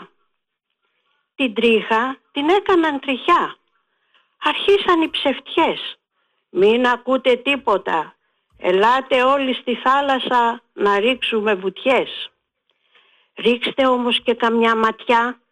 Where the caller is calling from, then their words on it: Porto Rafti, Attica, Greece; από το Πορτοράφτη.